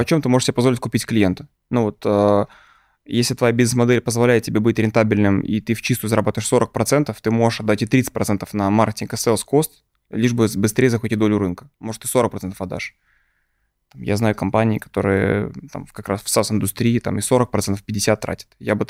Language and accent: Russian; Moscow, Russia; Я же из Люблино парень, из Новокосино. Типа, я ходил в обычную общедательную школу